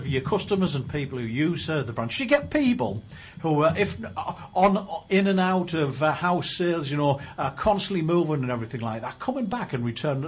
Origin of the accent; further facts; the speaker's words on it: Hartlepool, North East England, United Kingdom; Me, growing up in Hartlepool, often walked past, signposts outside of houses that had Manners and Harrison for sale on, Manners and Harrison for rent on